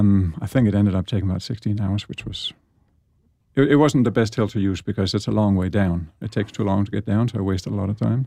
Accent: Denmark; moved away as an adult; also born or lived in United States; I grew up in Jutland, in sort of in the middle of a small town.

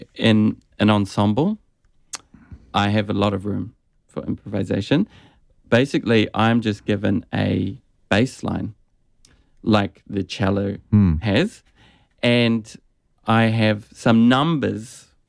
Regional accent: Timaru, Canterbury, New Zealand; I'm from New Zealand.

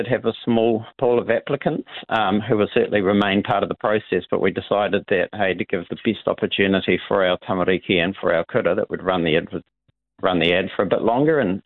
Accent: Westport, West Coast, New Zealand; No, I grew up in Westport.

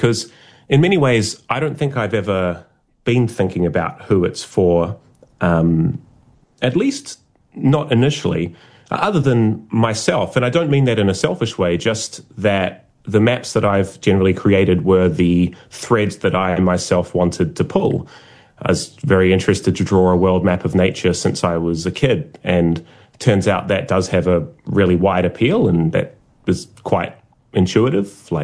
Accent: South Island, New Zealand; now in Australia; I'm a Kiwi and I grew up in the South Island, of course, I worship mountains.

